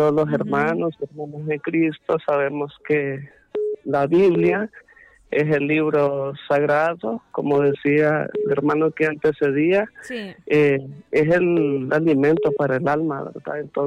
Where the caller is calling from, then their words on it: San Luis, Santa Bárbara, Honduras; San Luis Santa Bárbara, Aldea Las Flores.